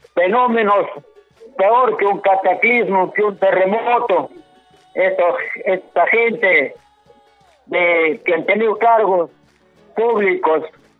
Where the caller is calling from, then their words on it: Chimbote, Ancash, Peru; Les hablo desde Chimbote.